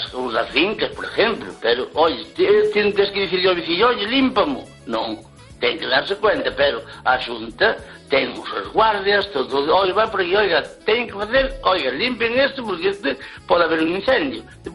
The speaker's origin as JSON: {"language": "Spanish", "town": "Lugo", "region": "Galicia", "country": "Spain"}